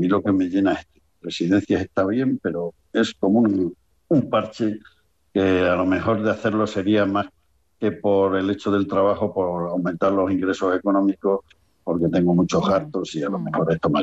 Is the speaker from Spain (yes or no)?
yes; Cáceres, Extremadura, Spain; aunque yo soy de Cáceres y tengo una casa en un pueblo de Cáceres que se llama Casa Tejada